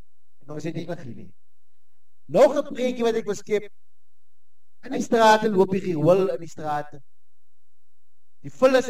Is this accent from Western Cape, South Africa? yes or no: yes; Hessequa, Western Cape, South Africa